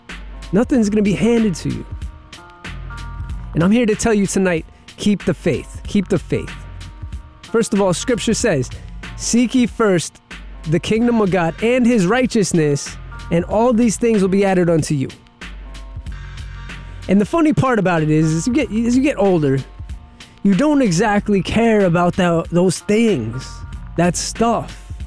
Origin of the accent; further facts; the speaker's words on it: California, United States; moved away as an adult; now in New York, United States; Took a 16-year trip to California. I'll put it that way. Went to elementary, middle school, high school out there. And made my way back to New York at the young age of 19 years old.